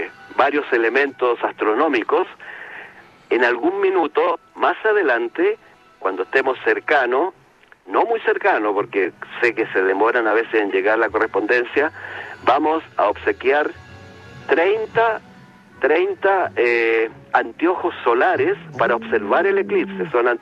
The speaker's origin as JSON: {"language": "Spanish", "town": "Rengo", "region": "O'Higgins", "country": "Chile", "tie": "born or raised there", "moved": "yes", "said": "saludo a mi ciudad natal de Rengo, que nunca la he olvidado."}